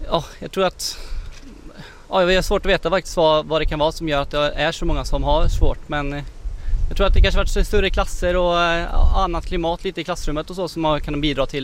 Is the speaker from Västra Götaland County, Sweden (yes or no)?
yes; Vänersborg, Västra Götaland County, Sweden; jag kommer uppvuxen i Vänersborg, så jag vill bidra tillbaka till där jag kommer ifrån.